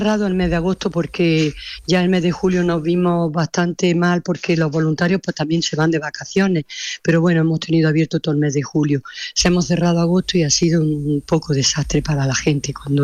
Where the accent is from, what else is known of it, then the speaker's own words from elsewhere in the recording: Pitres, Andalusia, Spain; born there; moved away; yo soy de Pitre